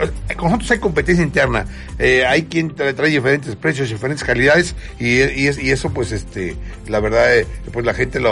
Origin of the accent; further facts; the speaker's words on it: Mexico; se vale regatear, se vale, no, ahí somos mexicanos.